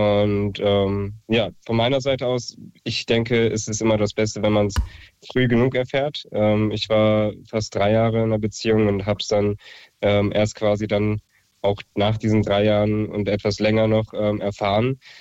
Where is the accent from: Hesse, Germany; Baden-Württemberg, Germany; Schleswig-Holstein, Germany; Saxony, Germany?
Hesse, Germany; Marburg; Ich komme aus Marburg.